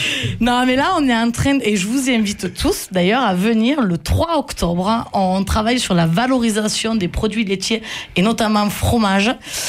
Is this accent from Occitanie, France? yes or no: yes; Occitanie, France; accent: Lévézou; Oui, j'ai reconnu mon accent du Lévezou, là. Bien péchu, bien pointu.